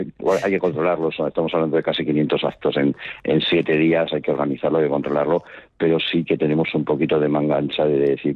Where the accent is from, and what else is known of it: Logroño, La Rioja, Spain